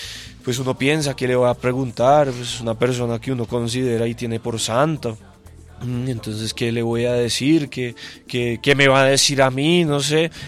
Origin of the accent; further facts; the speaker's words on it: Colombia; yo apenadísimo, como colombiano